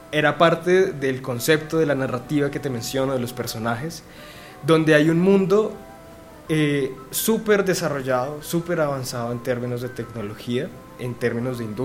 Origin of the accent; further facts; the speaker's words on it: Bogotá, Colombia; nosotros a la final pues somos bogotanos, somos colombianos